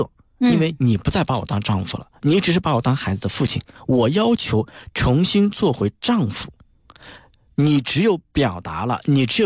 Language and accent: Chinese; Hunan, China; 但是我是湖南人。